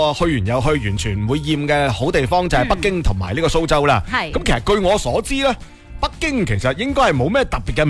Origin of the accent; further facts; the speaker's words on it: Guangdong, China; 作为广东人呢